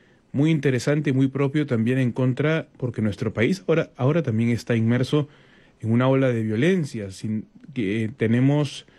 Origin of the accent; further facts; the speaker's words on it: Peru; uno de los momentos más importantes también en nuestra historia como peruanos